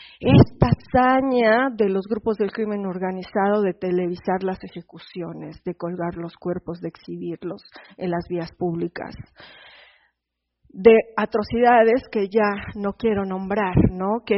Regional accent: Morelos, Mexico; porque yo soy de Morelos, mi comunidad, mi casa está en medio equidistante entre el volcán y la termoeléctrica.

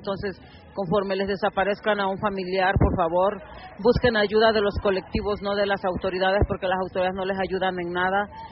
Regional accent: Acapulco, Guerrero, Mexico; fui amenazada, perseguida y desplazada del estado de Guerrero junto a mis 2 hijas.

